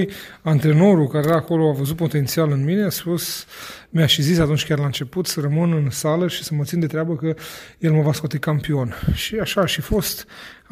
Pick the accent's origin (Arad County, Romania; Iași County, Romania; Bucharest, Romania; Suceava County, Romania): Suceava County, Romania; Suceava; Pentru că, mă rog, în perioada de după Revoluție, în România era destul de dificil. Crescând în Suceava, pe străzile din Suceava, acolo am întâmpinat de multe ori probleme.